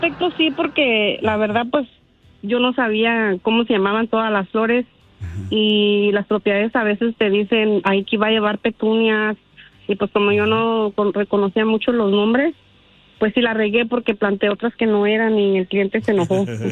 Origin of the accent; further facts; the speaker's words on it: Guanajuato, Mexico; now in Indiana, United States; Sí, soy de Guanajuato, perdón, y radico en Indiana.